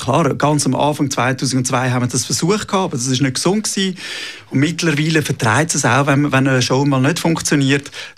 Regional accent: Switzerland; Wir haben super Trainer bei uns in der Schweiz, also Ballettmeisterin.

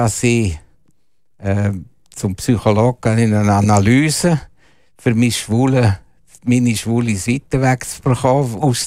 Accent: Aarberg, Bern, Switzerland; accent: Berndeutsch; also born or lived in Biel; now in Zurich, Switzerland; Ich bin in Arberg aufgewachsen.

